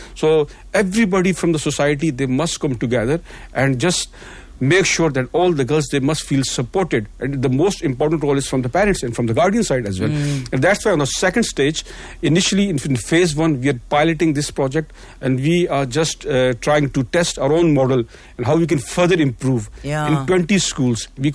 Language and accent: English; South Africa; us as South African